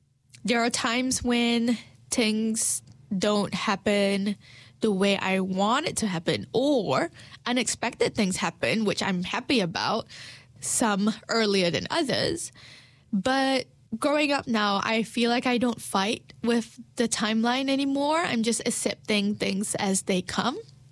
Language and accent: English; Malaysia; now in New Zealand